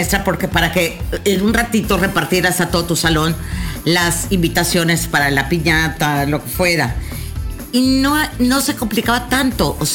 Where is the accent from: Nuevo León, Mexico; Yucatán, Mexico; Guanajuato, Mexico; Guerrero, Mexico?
Yucatán, Mexico; Mérida; Donde yo vivía, yo crecí, yo soy de la García Jiménez. Y en la calle donde yo crecí, a media cuadra de mi casa, que era la calle 15